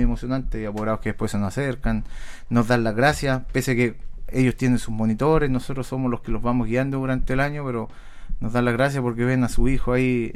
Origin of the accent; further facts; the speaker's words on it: Canary Islands, Spain; ya a nosotros como canarios nos tiene que poner en alerta.